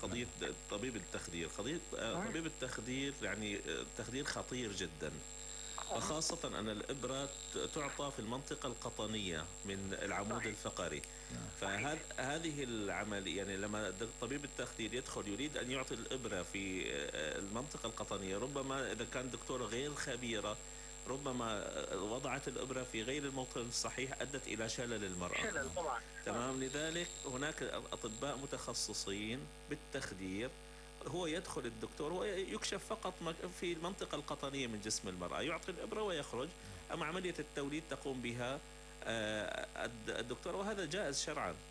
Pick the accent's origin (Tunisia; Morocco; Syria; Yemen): Syria; Damascus, Damascus Governorate; هذا ما شائع عندنا في دمشق